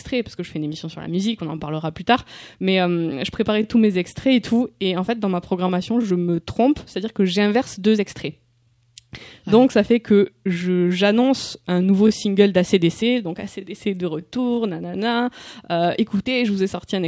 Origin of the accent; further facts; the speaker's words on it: Occitanie, France; born there; moved away as an adult; also born or lived in Toulouse; Moi, je suis née en Ariège, je suis pas d'ici. Bon, c'est pas très loin quand même, hein.